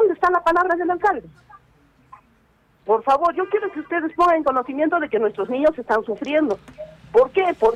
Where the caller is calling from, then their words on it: Arequipa, Peru; yo vivo en Horacio Ceballos, señor. ¿Desde cuánto tiempo? Son casi 3 años.